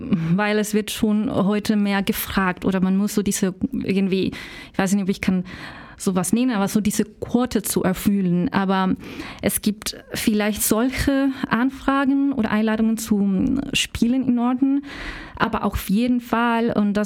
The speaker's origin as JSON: {"language": "German", "country": "Chile", "second_language": "German", "moved": "yes", "said": "Ich komme aus Chile, aus Lateinamerika"}